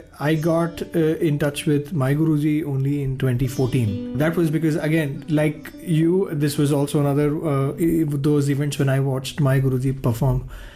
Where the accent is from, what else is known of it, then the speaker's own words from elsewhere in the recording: Delhi, India; I am a South Indian boy born and brought up in Delhi. I have been in Delhi, lived all my life in Delhi until the last 2